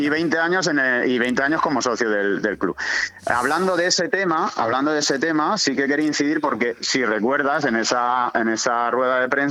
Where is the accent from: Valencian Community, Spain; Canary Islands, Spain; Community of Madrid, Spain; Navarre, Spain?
Valencian Community, Spain; Albatera; Yo sabes que soy de Albatera.